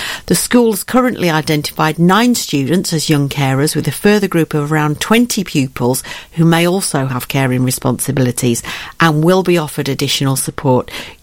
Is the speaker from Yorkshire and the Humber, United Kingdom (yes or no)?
yes; Richmond, Yorkshire and the Humber, United Kingdom; you may have detected a slight bit of northernness around my gills. And I grew up in Richmond in North Yorkshire, which I absolutely loved and couldn't wait to get out of.